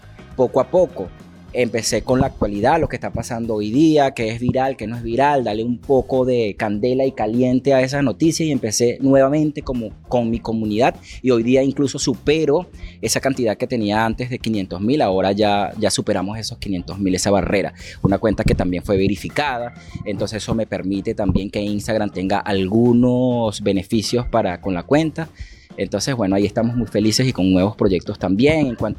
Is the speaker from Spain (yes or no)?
no; Venezuela; En ese momento había una situación en mi país, Venezuela, muy fuerte, de un cambio de transición